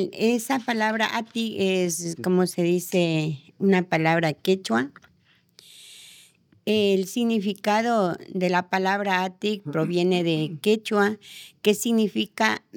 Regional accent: Ambato, Tungurahua, Ecuador; moved away as an adult; now in France; Soy de Ecuador, de la ciudad de Ambato. Estoy desde el 2016 aquí en Francia.

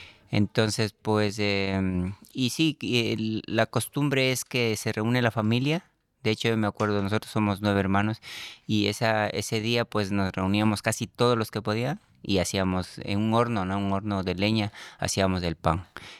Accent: Ecuador; vengo de Ecuador.

